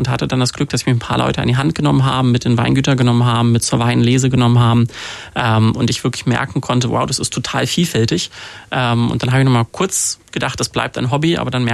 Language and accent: German; Cologne, North Rhine-Westphalia, Germany; Ich komme aus Köln. Das ist eine Stadt, die eher für Bier als für Wein bekannt ist.